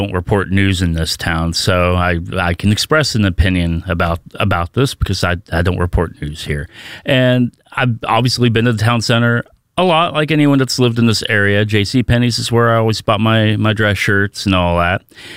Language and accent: English; St. Marys, West Virginia, United States; Well, I come from St. Mary's, West Virginia.